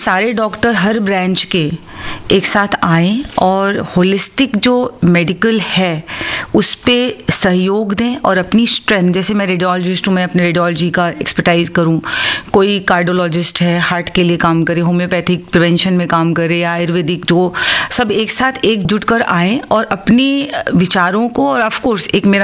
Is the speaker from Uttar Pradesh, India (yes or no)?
yes; Uttar Pradesh, India; क्योंकि हम उत्तर प्रदेश से हैं, राजस्थान हुआ या हरियाणा